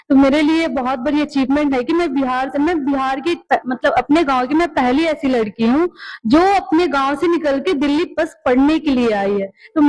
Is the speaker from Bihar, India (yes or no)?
yes; Bihar, India; now in Delhi, India; मैं बिहार से आई हूँ।